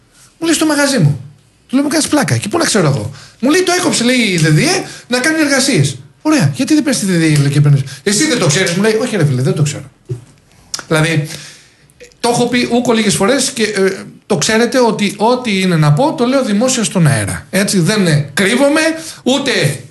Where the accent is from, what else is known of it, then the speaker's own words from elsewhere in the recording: Preveza, Epirus, Greece; moved away; Αγαπάω την πόλη μου